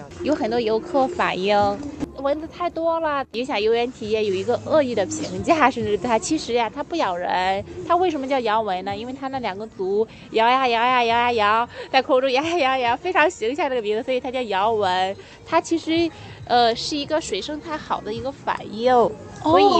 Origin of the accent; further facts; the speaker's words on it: Shandong, China; 我是山东人，首先我从小就非常的喜欢植物